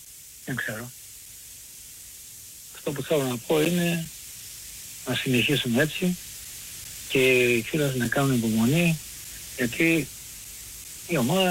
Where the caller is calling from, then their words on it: Melissia, Attica, Greece; από τα Μελίσια.